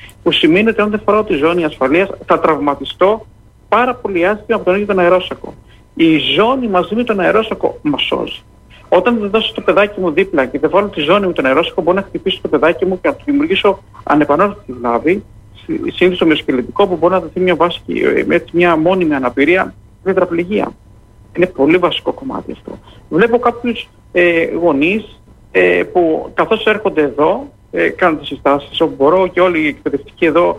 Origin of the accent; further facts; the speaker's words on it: Greece; Σαν Έλληνες